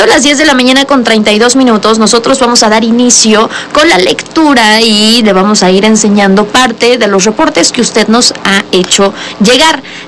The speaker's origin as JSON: {"language": "Spanish", "region": "Puebla", "country": "Mexico", "said": "Nosotros somos como ciudadanos, como poblanos, somos quienes utilizamos las vialidades"}